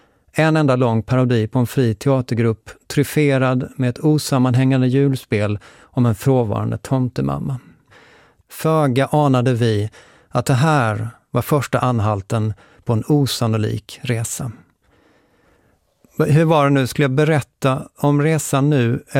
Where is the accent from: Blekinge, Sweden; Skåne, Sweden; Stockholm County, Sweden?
Skåne, Sweden; Lund; born there; I studentstaden Lund, där jag kommer från, är studentspex-traditionen stark.